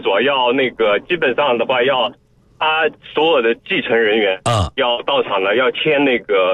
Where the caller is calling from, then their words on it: Suzhou, Jiangsu, China; 我是苏州的。